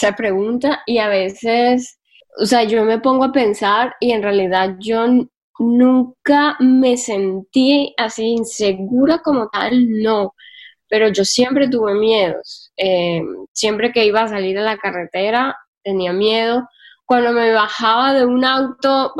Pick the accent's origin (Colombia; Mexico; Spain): Colombia; Caribbean Region; born there; yo vengo de Colombia, yo nací en Colombia, nací en el Caribe colombiano y pues es una zona que una mujer estando sola, recorriendo el mundo sola, no es muy común, para nada común.